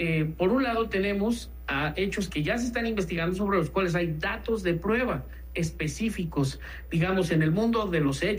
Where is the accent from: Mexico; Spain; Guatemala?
Mexico